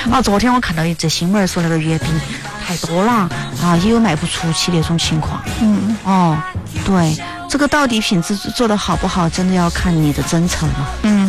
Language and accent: Chinese; China